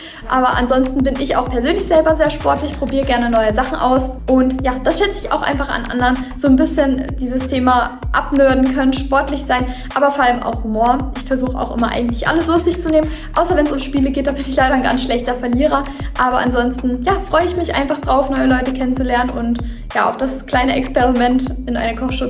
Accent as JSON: {"language": "German", "town": "Dresden", "region": "Saxony", "country": "Germany", "said": "ich komme hier auch aus Dresden."}